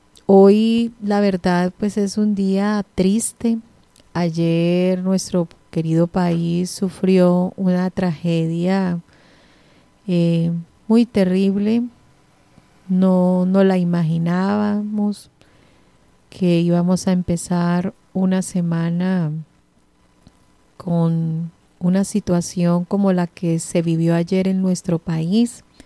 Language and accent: Spanish; Colombia